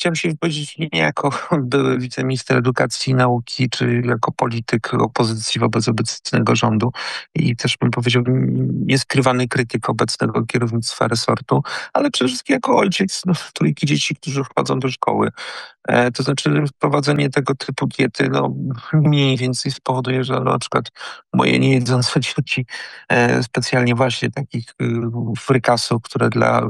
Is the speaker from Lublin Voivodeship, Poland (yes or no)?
no; Kutno, Łódź Voivodeship, Poland; u mnie w rodzinnym Kutnie